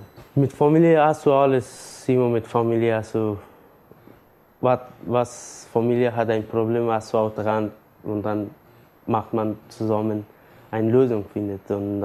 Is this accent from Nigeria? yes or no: no; Afghanistan; German is a second language; moved away as an adult; now in Germany; bin ich 22 Jahre alt und ich komme aus Afghanistan. Und seit 5 Jahren bin ich in Deutschland und seit 2 Jahren wohne ich in Geissigstraße.